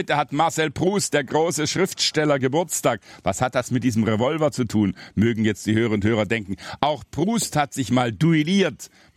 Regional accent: Swabia, Germany; Ich als Schwabe habe sofort ein Dutzend erworben.

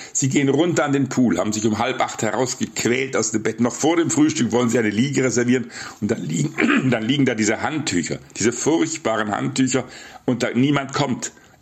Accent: Swabia, Germany; Ich komme ja aus Schwaben, wie Sie wissen.

